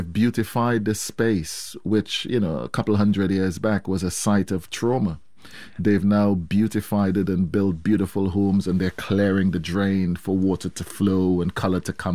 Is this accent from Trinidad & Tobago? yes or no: yes; Trinidad & Tobago; Carnival, you know, which I grew up with in Trinidad, is a very surreal thing, you know.